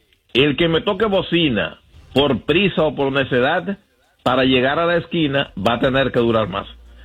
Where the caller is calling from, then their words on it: New York, United States; Yo manejo acá en Nueva York